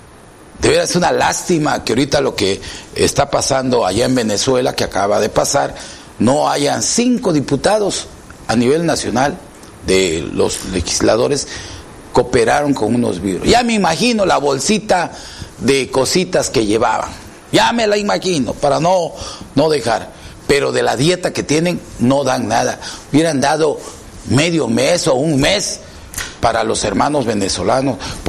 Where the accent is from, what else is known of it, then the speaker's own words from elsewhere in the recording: Mexico; Yo como mexicano